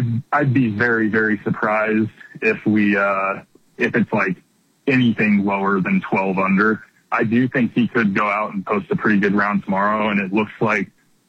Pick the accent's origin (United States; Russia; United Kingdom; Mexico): United States; Kansas; I'm from Kansas